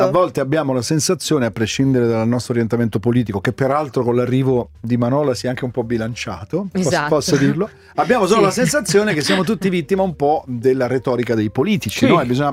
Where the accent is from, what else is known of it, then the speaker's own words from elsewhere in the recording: Campania, Italy; da Campano, Formia, Gaeta, sono zone belle, sono molto vicine a Roma.